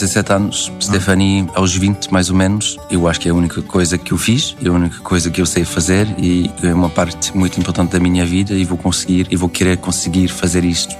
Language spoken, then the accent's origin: Portuguese; Montreal, Quebec, Canada; Cresci ao lado de português, que era o bairro mais acima de onde eu cresci. e íamos lá sempre para comer frango piripiri, comer pastéis de nata, e eu acho que em Montreal, que é ainda mais multicultural